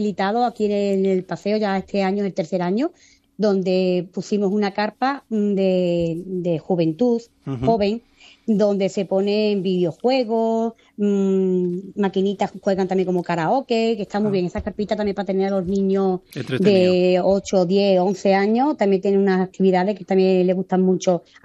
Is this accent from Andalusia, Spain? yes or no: yes; El Saucejo, Andalusia, Spain; mi pueblo es un pueblo con mucho ambiente. No hace falta que sea feria, pero aquí tenemos siempre muy buen ambiente